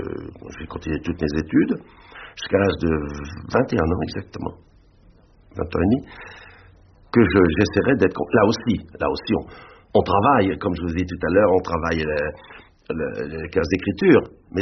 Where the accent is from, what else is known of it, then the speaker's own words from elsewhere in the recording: Hauts-de-France, France; born there; je suis né dans le Nord